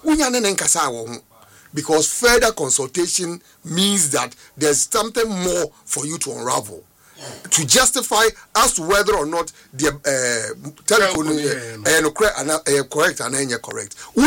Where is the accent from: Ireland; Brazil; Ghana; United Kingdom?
Ghana; I must be concerned as a Ghanaian.